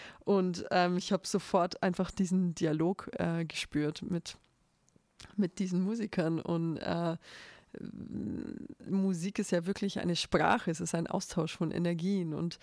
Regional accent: Hof, Bavaria, Germany; moved away as an adult; now in Ebensee, Austria; Ich komme aus Hof aus Bayern und meine Eltern kommen aus Bulgarien

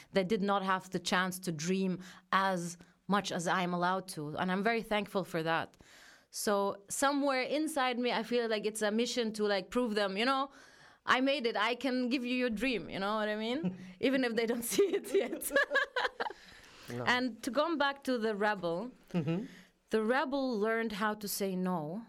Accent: Austria; born there; first language German; English is a second language; learning that, yes, I do have somehow Austrian identity because I was born here and I speak it. This is my first language that I learned perfectly.

